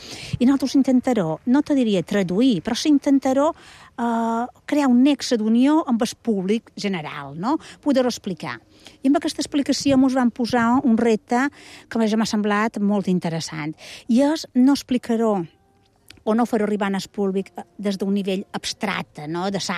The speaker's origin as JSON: {"language": "Catalan", "region": "Balearic Islands", "country": "Spain", "said": "som menorquina i som professora a la Universitat de Barcelona"}